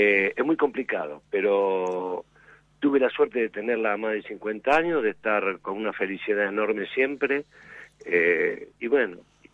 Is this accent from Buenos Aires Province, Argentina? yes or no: yes; Vicente López, Buenos Aires Province, Argentina; No, nada que ver. Yo nací en Vicente López y después me crié